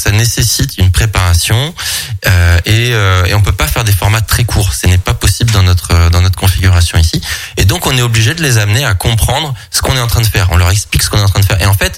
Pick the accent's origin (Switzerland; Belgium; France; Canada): France; On n'imagine pas que chez nous, en France, on peut aller voir des baleines, des cachalots, des cétacés en général, des tortues marines.